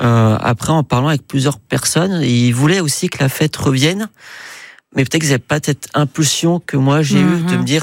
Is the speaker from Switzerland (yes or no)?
no; Gruffy, Auvergne-Rhône-Alpes, France; also born or lived in Annecy; je suis né à Annecy, mais j'ai toujours vécu après sur Gruffy.